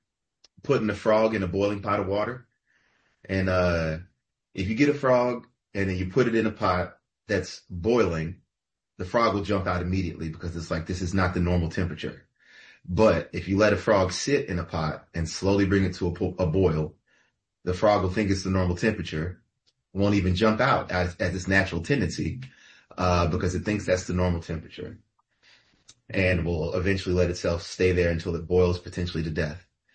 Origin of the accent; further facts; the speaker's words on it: Virginia, United States; also born or lived in Maryland / Georgia / Alabama; I'll say. But then I grew up in Virginia, grew up in Georgia, Alabama, family from Mississippi and L